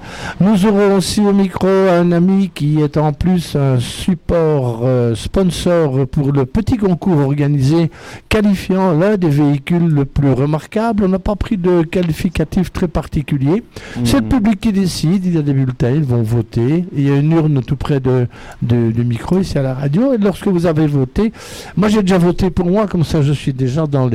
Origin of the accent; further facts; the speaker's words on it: Liège, Wallonia, Belgium; on est liégeois ou on ne l'est pas.